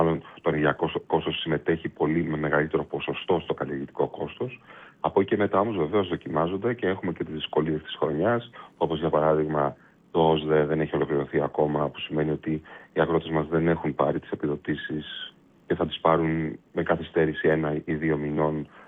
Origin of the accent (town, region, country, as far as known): Greece